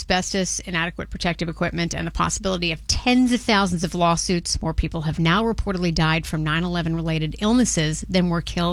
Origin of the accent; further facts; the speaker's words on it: Swampscott, Massachusetts, United States; my hometown of Swampscott